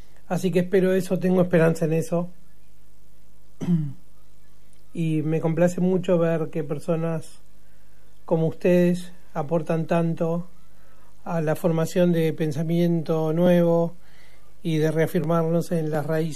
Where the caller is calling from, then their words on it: Buenos Aires, Argentina; desde acá, desde Parque Chas, de la ciudad de Buenos Aires.